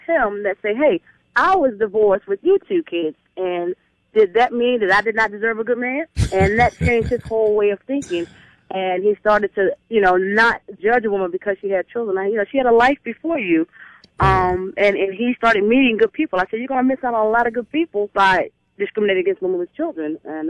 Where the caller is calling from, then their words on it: Palm Beach, Florida, United States; I'm actually calling from Palm Beach, Florida.